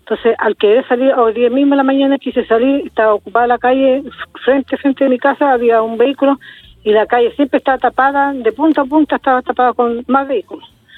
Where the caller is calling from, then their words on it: Lota, Biobío, Chile; Yo llamo de Lota, calle en población Bannen, calle Freire.